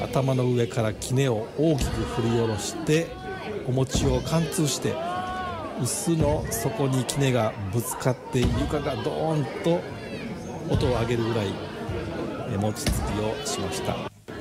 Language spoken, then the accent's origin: Japanese; Kansai, Japan; now in Victoria, Canada; 私は関西人の出身なので